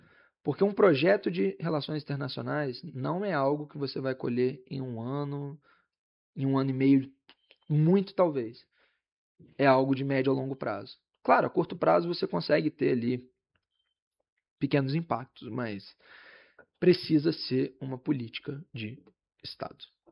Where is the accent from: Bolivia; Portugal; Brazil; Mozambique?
Brazil; Rio de Janeiro; é um debate com o qual eu prefiro nem entrar enquanto fluminense